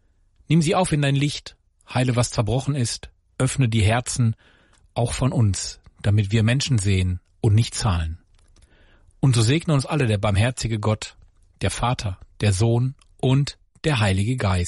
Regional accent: Recklinghausen, North Rhine-Westphalia, Germany; Und genau deswegen gibt es morgen einen eindringlichen Impuls in meiner Heimatstadt.

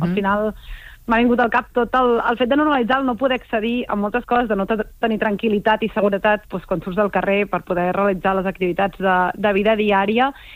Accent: Catalonia, Spain; aquí al Maresme, que és la meva comarca

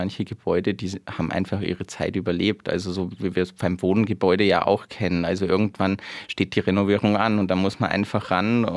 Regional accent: Bavaria, Germany; moved away as an adult; also born or lived in Bremen; bin eigentlich gebürtiger Bayer, komme aus der Nähe von Ingolstadt und wollte damals einfach einmal raus aus der Heimat.

